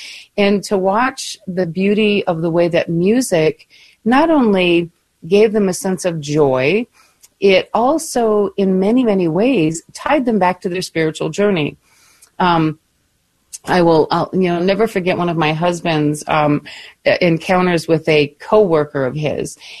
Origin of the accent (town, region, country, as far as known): Michigan, United States; born or raised there